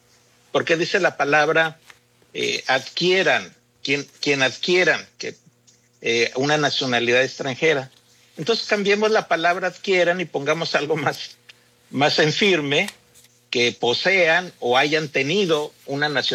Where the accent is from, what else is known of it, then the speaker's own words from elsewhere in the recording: Mexico; born there; porque son tan mexicanos como quienes nacimos acá